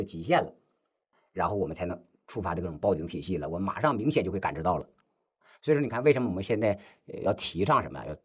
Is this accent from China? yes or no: yes; China